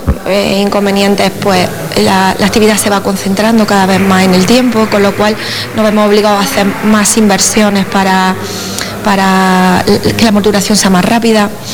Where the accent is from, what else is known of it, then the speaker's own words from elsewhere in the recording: Andalusia, Spain; yo quería ser bióloga marina y soy de la Sierra de Segura